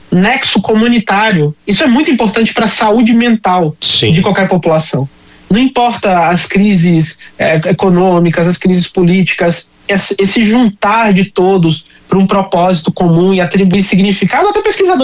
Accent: Northeast Region, Brazil; Eu sou brasileiro que nasci no Nordeste, fui criado, né, boa parte da minha vida no Nordeste.

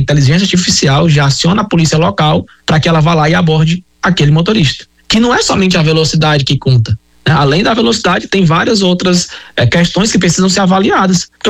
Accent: Fortaleza, Ceará, Brazil; born or raised there

